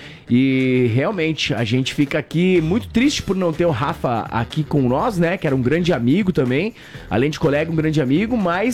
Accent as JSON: {"language": "Portuguese", "town": "Itapiranga", "region": "Santa Catarina", "country": "Brazil", "also_born_or_lived": "Florianópolis", "lives_now": "Chapecó, Brazil", "said": "eu saí de Itapiranga pra fazer faculdade em Florianópolis, trabalhei na reitoria da UFSC, né?"}